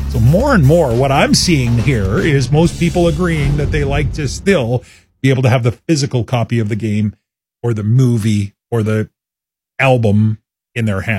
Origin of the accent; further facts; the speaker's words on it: Regina, Saskatchewan, Canada; I'm 24 from Regina, and I've been a gamer for a lot of my life.